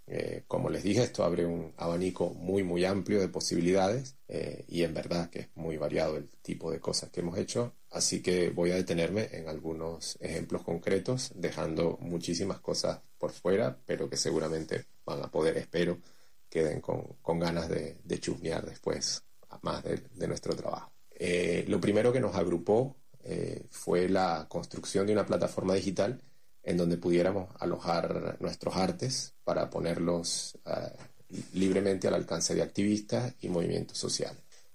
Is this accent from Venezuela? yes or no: yes; Caracas, Capital District, Venezuela; soy de Caracas, Venezuela